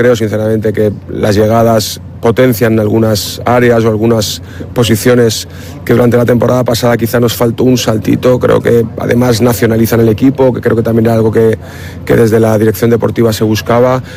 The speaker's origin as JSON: {"language": "Spanish", "region": "Region of Murcia", "country": "Spain", "said": "creo que todos los que somos murcianos o nos sentimos murcianos, creo que nos debemos sentir tremendamente orgullosos"}